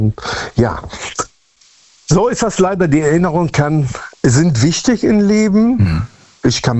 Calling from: Münster, North Rhine-Westphalia, Germany; Münster-Westfalen. Ich bin aus Münster-Westfalen.

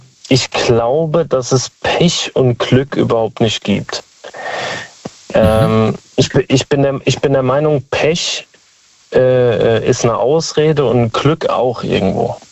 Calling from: Speyer, Rhineland-Palatinate, Germany; Aus Speyer.

